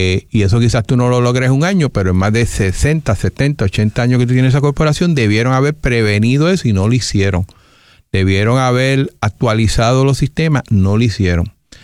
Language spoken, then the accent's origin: Spanish; Puerto Rico; yo obviamente soy del área de Valle del Turabo